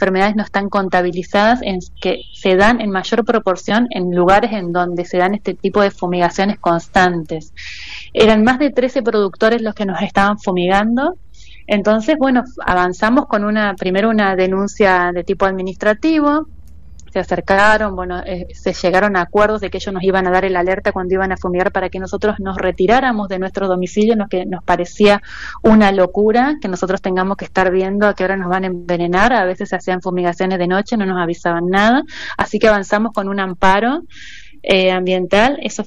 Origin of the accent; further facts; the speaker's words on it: Paraná, Entre Ríos, Argentina; moved away as an adult; now in Colonia Ensayo, Argentina; Yo soy de Paraná, de la ciudad de Paraná